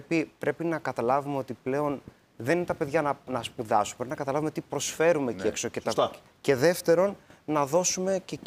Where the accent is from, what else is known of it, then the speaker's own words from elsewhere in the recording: Larissa, Thessaly, Greece; Εγώ γεννήθηκα και μεγάλωσα στη Λάρισα.